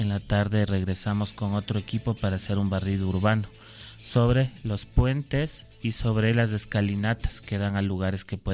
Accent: Quito, Pichincha, Ecuador; como quiteñas y quiteños

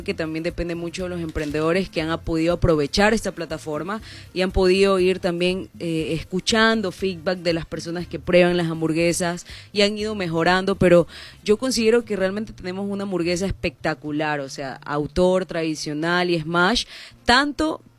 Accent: Ecuador

